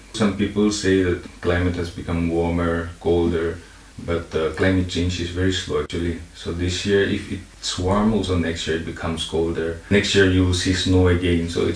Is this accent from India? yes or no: yes; Viswema, Nagaland, India; I'm from Visima